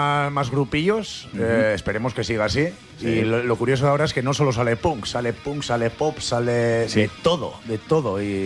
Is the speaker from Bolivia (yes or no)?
no; Pamplona, Navarre, Spain; Yo de aquí, del pleno centro de Iruña.